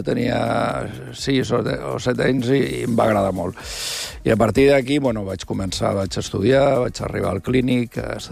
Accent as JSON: {"language": "Catalan", "town": "Barcelona", "region": "Catalonia", "country": "Spain", "said": "Jo vaig començar amb una bodega de davant de casa, jo sóc de Sant Andreu del Palomar"}